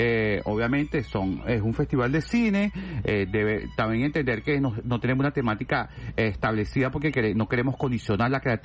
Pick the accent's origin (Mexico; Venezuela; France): Venezuela; Sucre; por toda la obra trascendental que él nos dejó y que nos sigue inspirando como sucrense y como venezolano.